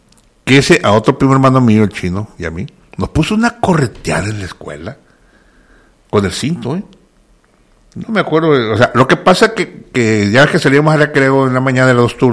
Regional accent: Sinaloa, Mexico; de la Gloria Margen Derecho, por cierto, un saludo para mi pueblo.

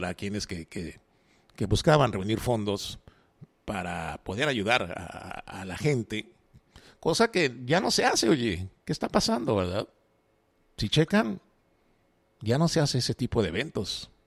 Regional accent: Monterrey, Nuevo León, Mexico; moved away as an adult; now in Los Mochis, Mexico; directamente de Monterrey, Nuevo León, ya con 9 años viviendo aquí en Los Mochis, ya con papeles sinaloenses, ya con la green card, obviamente sellada y oficializada de que ya soy también ciudadano sinaloense, pero soy regio.

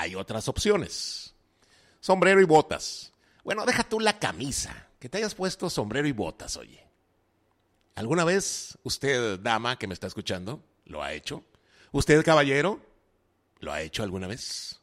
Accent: Monterrey, Nuevo León, Mexico; ¿Será porque soy norteño? ¿Será porque soy de Monterrey, Nuevo León, compa?

